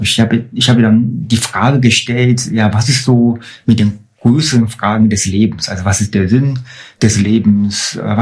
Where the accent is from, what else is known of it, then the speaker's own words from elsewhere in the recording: China; German is a second language; now in Germany; ich komme aus China und lebe auch in Wuseg.